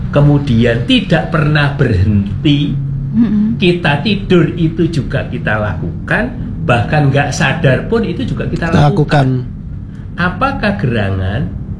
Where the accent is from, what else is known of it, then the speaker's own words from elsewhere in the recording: Surabaya, East Java, Indonesia; aku arek Surabaya